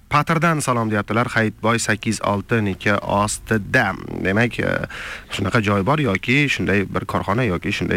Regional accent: Navoiy, Navoiy Region, Uzbekistan; Assalomu alaykum. Men Navoiydan.

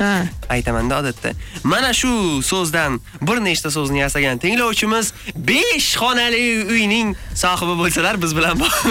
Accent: Bukhara, Bukhara Region, Uzbekistan; Endi o'zim Buxorolikman. Buxoroga borsam muammo bo'lmaydi.

